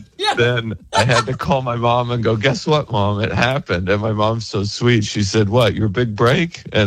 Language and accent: English; Idaho, United States; now in New York City, United States; I'm from Idaho. This happened to me in Los Angeles. I live in New York City.